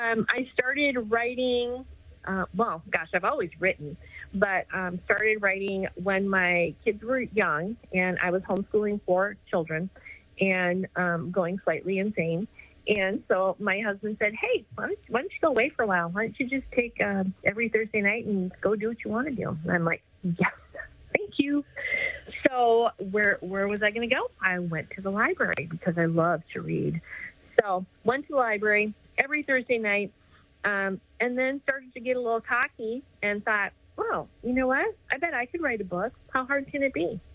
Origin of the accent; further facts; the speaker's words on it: Minneapolis, Minnesota, United States; I grew up in Minneapolis, in the hood of Minneapolis